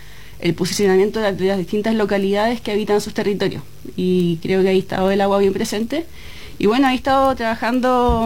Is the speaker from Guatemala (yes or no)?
no; Santiago, Santiago Metropolitan Region, Chile; moved away as an adult; also born or lived in Concepción / Panguipulli; now in Valdivia, Chile; Pero me crié más bien en Santiago. Y hace ya 6 años que estoy aquí habitando en la región. Estuve viviendo un tiempo en Panguipulli, y hace unos años me estoy viviendo en la comuna de Valdivia